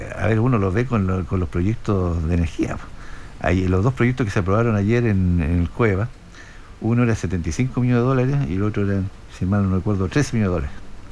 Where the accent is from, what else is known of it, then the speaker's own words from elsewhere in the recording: Coihueco, Ñuble, Chile; Soy de Coihueco.